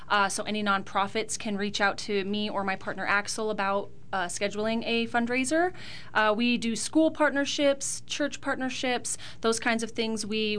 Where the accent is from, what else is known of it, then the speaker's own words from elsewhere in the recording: Prescott Valley, Arizona, United States; moved away; also born or lived in Colorado; So I grew up here in Prescott Valley.